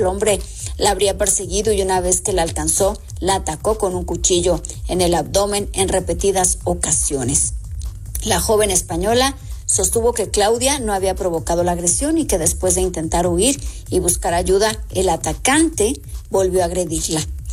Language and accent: Spanish; Mexico; para nosotros como mexicanos